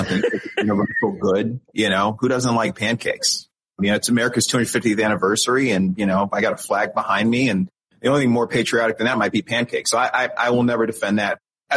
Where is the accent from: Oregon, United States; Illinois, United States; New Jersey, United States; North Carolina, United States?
Illinois, United States; Westchester; now in South Side of Chicago, United States; I'm a Southsider now for more than 20 years, but I originally grew up in the western suburbs of Chicago. My mother still lives in the same house I grew up in Westchester.